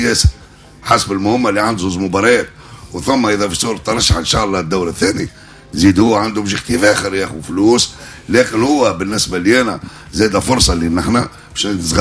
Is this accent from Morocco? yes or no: no; Tunisia; احنا بالنسبه لنا احنا كشعب تونسي احنا نشنزوا كاس عالم